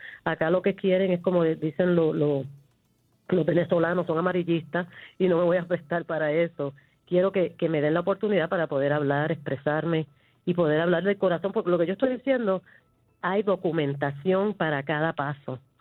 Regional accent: Puerto Rico; como hispanos, como puertorriqueños

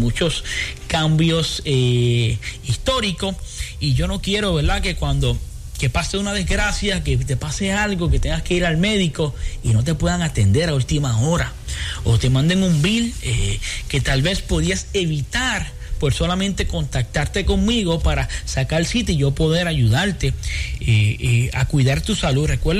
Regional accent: Puerto Rico; Somos hispanos, especialmente nosotros los puertorriqueños

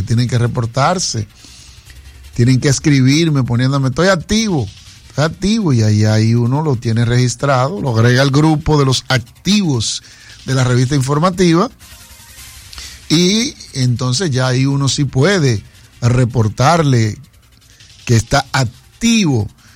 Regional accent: La Romana, Dominican Republic; also born or lived in Guaymate; Yo nací aquí en La Romana. Yo no nací en otra parte. Sí, claro. Yo soy nacido, criado aquí en La Romana, desarrollado en Guaymate. Okay. Porque ahí fue que pasé mi adolescencia.

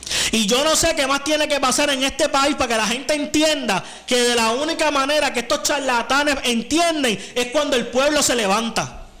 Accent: Puerto Rico; somos puertorriqueños

